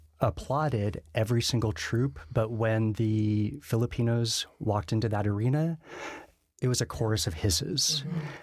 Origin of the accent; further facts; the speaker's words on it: Denver, Colorado, United States; Born and raised in Denver.